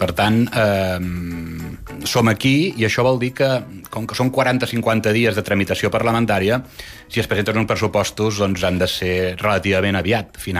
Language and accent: Catalan; Mollet del Vallès, Catalonia, Spain; de Mollet a Sabadell, jo sóc de Mollet